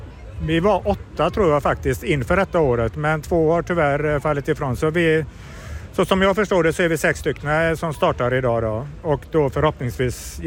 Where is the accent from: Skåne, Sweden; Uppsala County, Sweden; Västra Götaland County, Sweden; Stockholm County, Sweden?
Västra Götaland County, Sweden; Partille; moved away as an adult; now in Trollhättan, Sweden; Stämmer, jag är uppväxt i Partille, om man nu ska vara riktigt noggrann. Men har bott här i Trollhättan sen, vad blir det, 83-84.